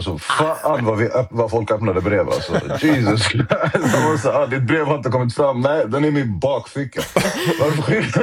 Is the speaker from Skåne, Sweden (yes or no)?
no; Stockholm, Stockholm County, Sweden; jag är uppväxt i Rågsved, så du snackar också om att det tar en timmes resväg för mig.